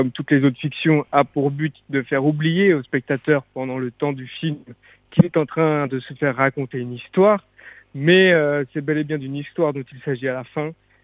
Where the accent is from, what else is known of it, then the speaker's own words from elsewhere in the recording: Centre-Val de Loire, France; je suis Tourangeau, donc je viens de Touraine, exactement.